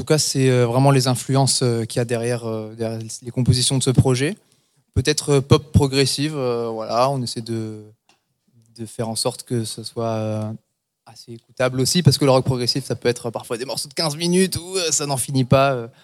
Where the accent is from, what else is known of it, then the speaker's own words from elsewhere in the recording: Montpellier, Occitanie, France; Je crois qu'on l'a dit, nous, avec Andreas, donc à la base, on vient de Montpellier.